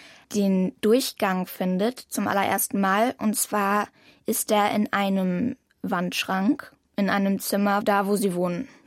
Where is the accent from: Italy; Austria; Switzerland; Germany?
Germany; Halle, Saxony-Anhalt; ich komme aus Halle und gehe dort aufs Thomas-Münzer-Gymnasium.